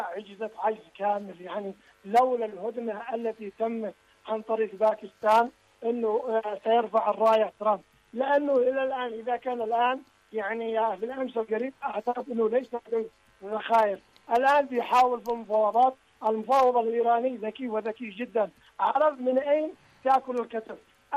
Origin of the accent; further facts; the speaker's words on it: Yemen; نحن كشعب يمني